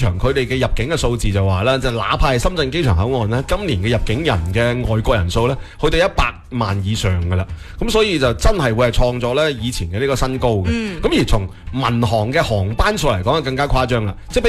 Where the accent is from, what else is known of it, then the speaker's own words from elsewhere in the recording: Guangdong, China; 所以作为广东人